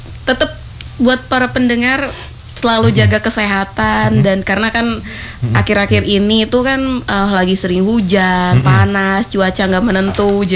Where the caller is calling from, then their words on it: West Java, Indonesia; Kebetulan saya asli dari Jawa Barat.